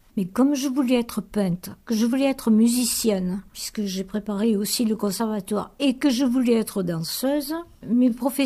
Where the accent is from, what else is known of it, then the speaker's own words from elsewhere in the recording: Foix, Occitanie, France; now in Montlaur, France; Alors moi, je suis née à Foix, au pied du château. J'ai passé toute mon enfance au pied de ce château et dans le château.